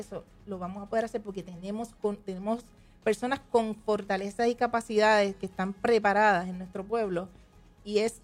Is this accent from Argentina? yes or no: no; Luquillo, Puerto Rico; El hecho de yo estar con mi gente, en mi pueblo, mis padres, mi familia, quien me ha visto crecer